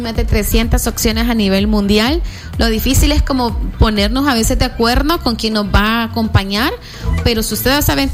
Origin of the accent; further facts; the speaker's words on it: El Salvador; nuestro pasaporte vigente como salvadoreños